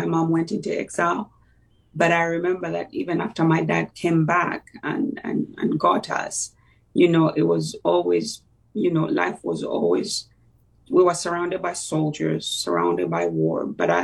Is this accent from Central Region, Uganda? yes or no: yes; Kampala, Central Region, Uganda; also born or lived in England; now in United States; I grew up in Uganda, in Kampala, in the capital city. I went to school there. It's a third world country.